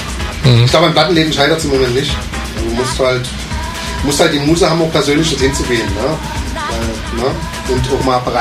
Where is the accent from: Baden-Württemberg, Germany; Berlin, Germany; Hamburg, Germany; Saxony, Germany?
Saxony, Germany; Dresden; Ich glaube, wir als Dresdner sind da relativ kleine Lichter